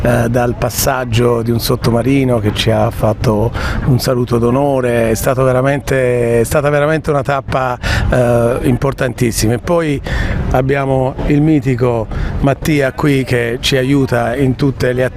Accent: Taranto, Apulia, Italy; moved away; per me da tarantino

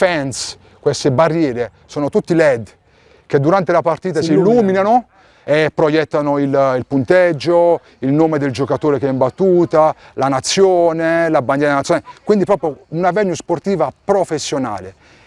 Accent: Taranto, Apulia, Italy; da tarantino penso di aver reso un servizio alla mia città.

